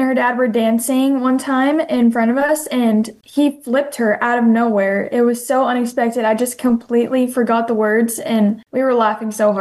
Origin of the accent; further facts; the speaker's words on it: Dripping Springs, Texas, United States; We are 6th-generation Texans, and we're born and raised in the Texas Hill Country.